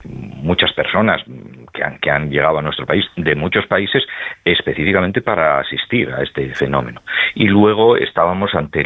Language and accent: Spanish; Asturias, Spain; en mi tierra, en Asturias.